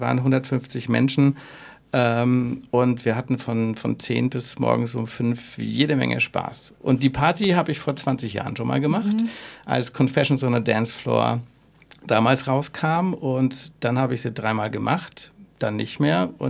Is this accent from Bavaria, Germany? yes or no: yes; Fürth, Bavaria, Germany; now in Nuremberg, Germany; Ich bin eigentlich gebürtiger Fürther. Und bin aber jetzt in Nürnberg lebend seit 2004